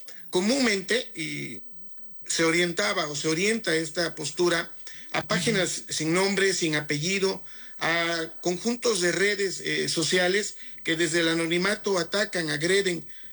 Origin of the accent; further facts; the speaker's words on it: Oaxaca, Mexico; a quien conozco de muchos años, somos oaxaqueños